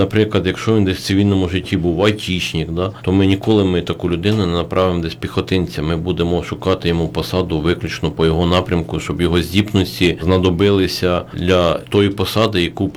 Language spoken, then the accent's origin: Ukrainian; Teofipol district, Khmelnytskyi Oblast, Ukraine; moved away; я сам з Теофіпольщини